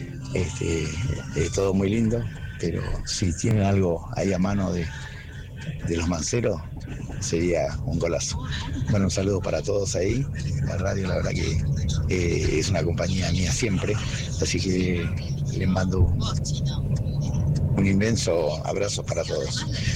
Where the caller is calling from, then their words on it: Monte Grande, Buenos Aires Province, Argentina; acá de Montegrande. En este momento estoy viajando de Varela a Montegrande.